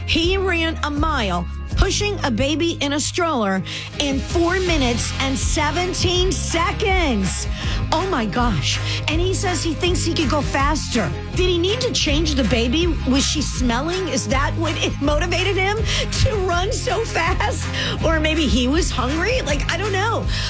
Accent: Cleveland, Ohio, United States; Cleveland, my hometown.

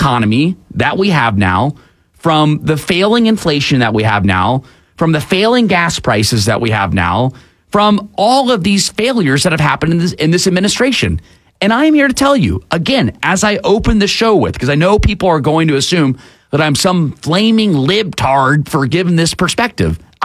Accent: United States; as an American who goes into the voting booth this November

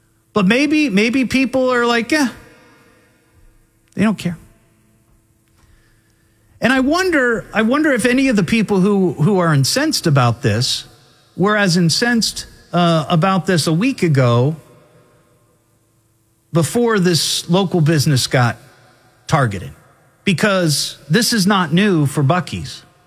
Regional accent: Beaver Creek, United States; Beaver Creek, my hometown

